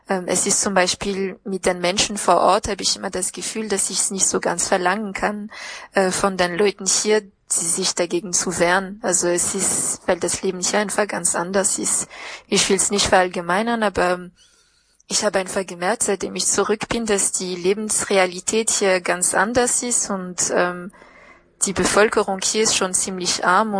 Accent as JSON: {"language": "German", "region": "southeast", "country": "Madagascar", "said": "Ich komme, wie gesagt, aus dem Südosten und das ist die Nachbarregion von der Region Anjoui, heißt es."}